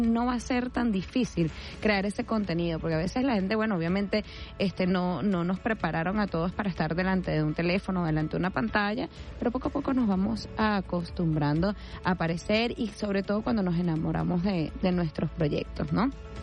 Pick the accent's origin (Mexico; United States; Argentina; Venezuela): Venezuela; nosotros como venezolanos